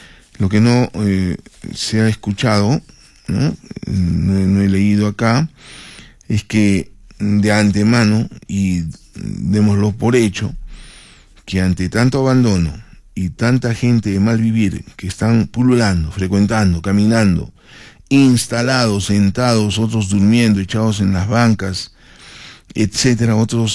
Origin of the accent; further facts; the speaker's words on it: Arequipa, Peru; Nosotros como arequipeños